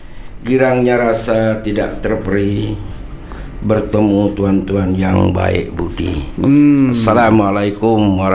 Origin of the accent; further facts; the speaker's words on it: Riau Islands, Indonesia; born there; Saya lahir di Senayan.